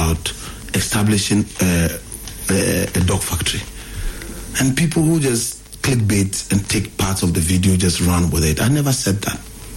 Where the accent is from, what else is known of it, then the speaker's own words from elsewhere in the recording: Bolgatanga, Upper East, Ghana; I grew up in Bolga for that matter.